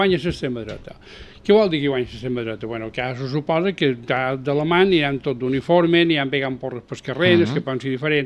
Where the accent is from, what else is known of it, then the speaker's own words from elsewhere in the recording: Mallorca, Balearic Islands, Spain; No només som els mallorquins, tots els que vivim aquí